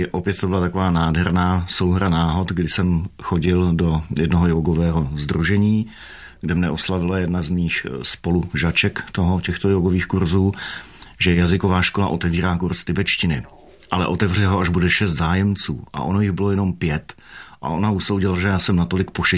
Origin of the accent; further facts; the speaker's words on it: Tábor, South Bohemian Region, Czechia; zatímco dítě v Táboře mohlo vesele běhat, mohlo vesele lozit na stromy, mohlo vesele dovádět s klukovskou partou. Je to hezké město.